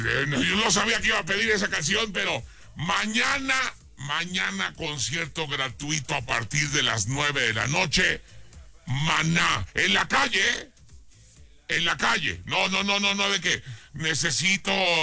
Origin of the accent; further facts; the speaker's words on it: Guadalajara, Jalisco, Mexico; Estas canciones, obviamente, pues me recuerdan mucho a mi tierra, cabrón. Y a mi estado, Jalisco y Guadalajara.